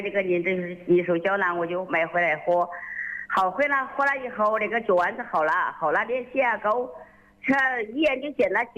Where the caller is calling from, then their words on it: Yichang, Hubei, China; 我在宜昌市咸宁区涂城乡安石溪村。